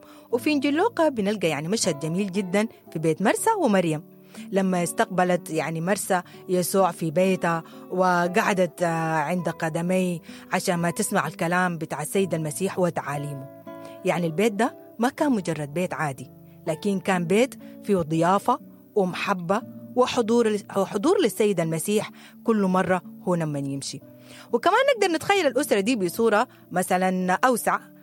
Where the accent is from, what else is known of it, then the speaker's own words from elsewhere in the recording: Sudan; إحنا كسودانيين